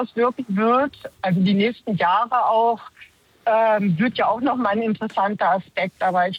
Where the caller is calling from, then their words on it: Hamburg, Germany; ich komme ja aus Hamburg